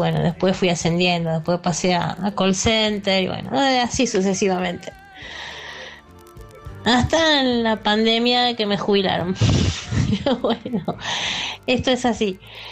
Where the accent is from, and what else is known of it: Caballito, Buenos Aires, Argentina